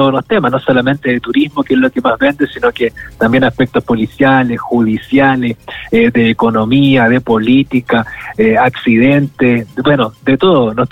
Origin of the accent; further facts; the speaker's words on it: Salamanca, Coquimbo, Chile; born there; also born or lived in Canela; Yo nací en Salamanca, así que tengo una conexión muy, muy especial con la provincia del Choapa. Trabajé harto en Illapel.